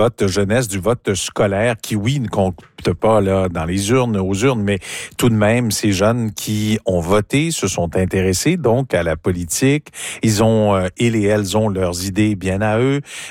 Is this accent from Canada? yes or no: yes; Quebec, Canada; chez nous au Québec.